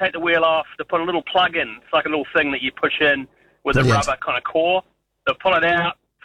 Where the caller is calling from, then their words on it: Devonport, Auckland, New Zealand; I'm calling from Devonport.